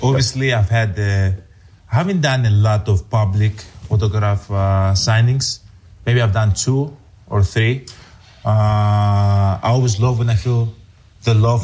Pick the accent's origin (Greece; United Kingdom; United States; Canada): Greece; moved away